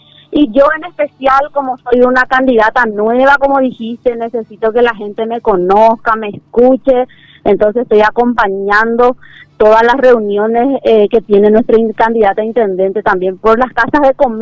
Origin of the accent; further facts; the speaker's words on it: Pedro Juan Caballero, Amambay, Paraguay; Soy abogada, soy hija de Pedro Juan Caballero, nacida, formada acá en la ciudad de Pedro Juan Caballero